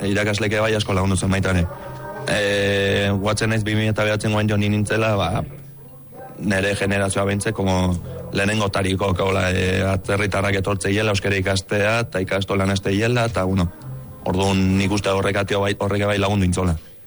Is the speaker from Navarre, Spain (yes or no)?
no; Lazkao, Basque Country, Spain; also born or lived in Romania; Ni lazkautarra esateko. Azkenako, hemen enaiz jaio, baina txiki-txikitatik hemen bizi izan naiz, hemen ditu launek, hemen dauket lana, hemen dauket dana.